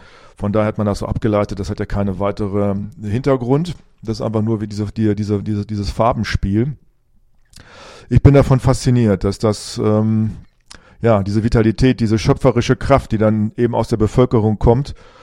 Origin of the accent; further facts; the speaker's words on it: Hameln, Lower Saxony, Germany; Es war so schön dabei zu sein, dass diese echten Menschen zu sehen, Menschen aus meiner Heimatstadt, aus Hameln.